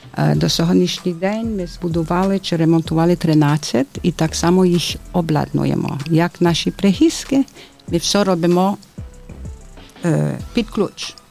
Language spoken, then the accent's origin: Ukrainian; Geneva, Switzerland; Ukrainian is a second language; now in Ivano-Frankivsk, Ukraine